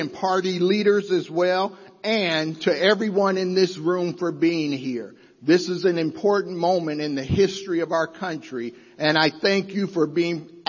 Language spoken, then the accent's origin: English; Nebraska, United States; There is just something about doing your civic duty as an American and as a proud Nebraskan.